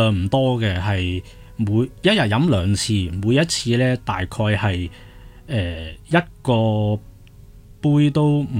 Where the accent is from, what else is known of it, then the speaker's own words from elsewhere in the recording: China; moved away; 我系喺内地出世同埋长大嘅